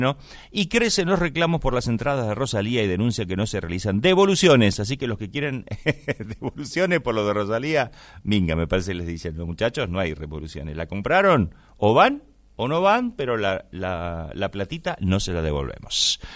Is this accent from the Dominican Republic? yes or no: no; Argentina